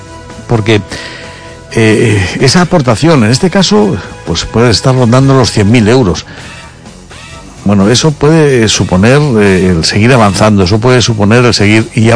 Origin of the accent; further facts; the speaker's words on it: Galicia, Spain; moved away; los emigrantes españoles cuando salimos de nuestro país y fuimos a otros países